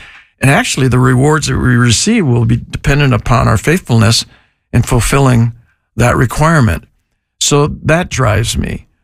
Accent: Sault Ste. Marie, Michigan, United States; She, you know, she grew up in Florida and I grew up in Sault Ste. Marie, Michigan. And we had 120, 160 inches of snow.

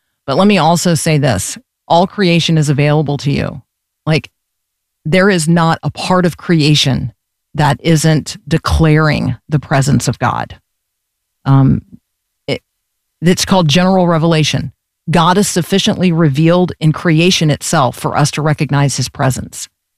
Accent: Tampa, Florida, United States; the University of Central Florida, and I grew up in Tampa

